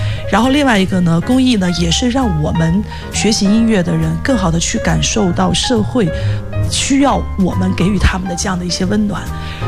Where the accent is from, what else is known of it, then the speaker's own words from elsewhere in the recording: Fujian, China; moved away; 我上个月8月份整个月都在福建，我的老家，